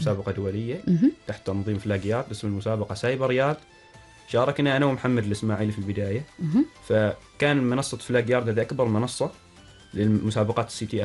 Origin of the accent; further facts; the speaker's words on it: Oman; حتى بعد ما عرفوا أن احنا عمانيين استقبلونا بشكل جدا جميل